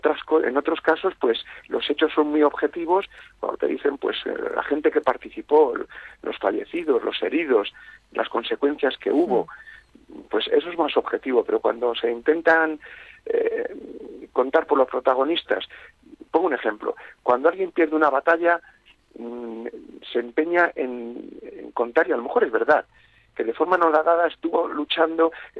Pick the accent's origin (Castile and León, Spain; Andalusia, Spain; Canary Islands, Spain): Castile and León, Spain; Arauzo de Miel; la historia de mi pueblo, de Arauzo de Miel.